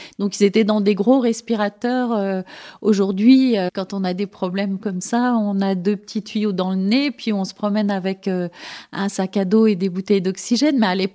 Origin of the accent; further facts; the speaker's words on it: Nancy, Grand Est, France; born there; chez moi à Nancy